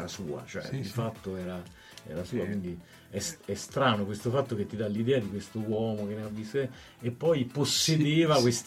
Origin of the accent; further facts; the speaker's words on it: Rome, Lazio, Italy; Infatti, pure mio figlio, che noi, io e mia moglie, siamo romani, quindi in casa comunichiamo in romano.